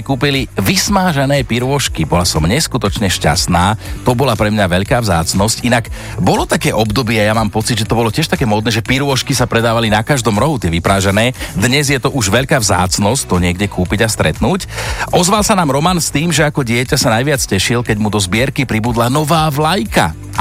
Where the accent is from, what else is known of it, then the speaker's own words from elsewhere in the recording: Trnava, Trnava Region, Slovakia; tak som si zašiel do mesta u nás v Trnave